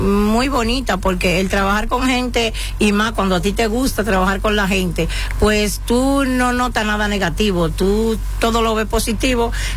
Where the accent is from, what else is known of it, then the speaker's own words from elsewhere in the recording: Santo Domingo, Dominican Republic; moved away as an adult; now in Madrid, Spain; empecé a dedicarme a lo que me dedicaba en Santo Domingo